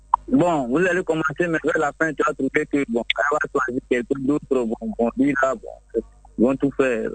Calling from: Abidjan, Côte d’Ivoire; J'appelle d'Angré.

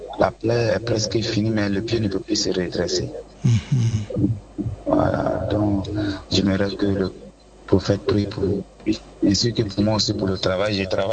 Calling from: Abidjan, Côte d’Ivoire; Je vous appelle de Engrais Extension.

